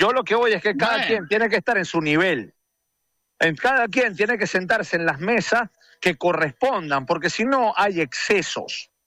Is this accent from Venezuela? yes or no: yes; Venezuela; ¿con qué nosotros como venezolanos nos damos por hechos?